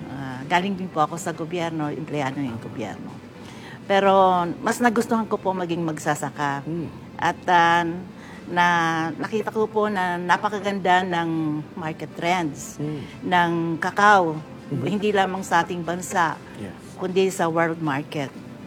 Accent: Sarangani province, Soccsksargen, Philippines; sa province namin, Sarangani province

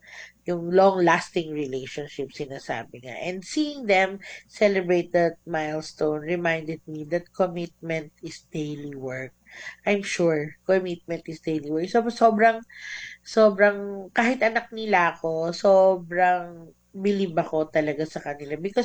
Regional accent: Cordillera Administrative Region, Philippines; So, I'm from Ifugao.

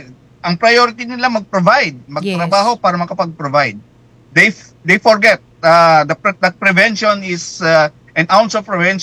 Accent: Cagayan Valley, Philippines; now in Metro Manila, Philippines; ako ho ay tubong Cagayan Valley. Although hindi ako doon nag-practice, tubong Cagayan Valley ako.

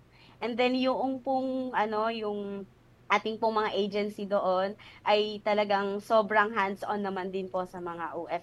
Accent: Bongabon, Central Luzon, Philippines; Dito po ako sa bayan ng Bungabon, dito sa Nueva Ecija.

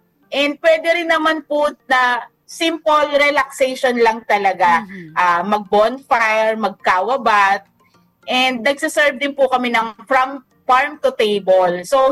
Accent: Manila, Metro Manila, Philippines; taga Manila po kami

